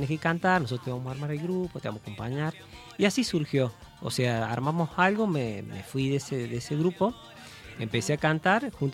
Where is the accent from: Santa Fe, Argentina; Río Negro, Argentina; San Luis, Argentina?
San Luis, Argentina; born there; also born or lived in Río Cuarto; Tuvimos un tiempito en Río Cuarto. Bueno, yo nací en San Luis. Y mis abuelos estaban acá.